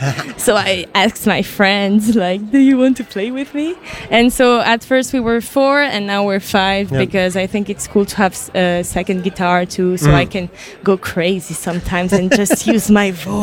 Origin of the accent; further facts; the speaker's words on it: Haute-Nendaz, Valais, Switzerland; now in Lausanne, Switzerland; But I'm from Valis, I'm from Haute-Nanda in the mountains.